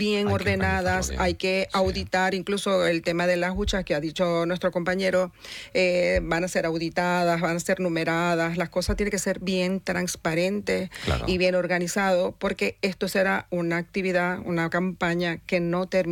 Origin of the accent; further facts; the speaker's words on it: Venezuela; now in Gipuzkoa, Spain; ahí no somos solo venezolanos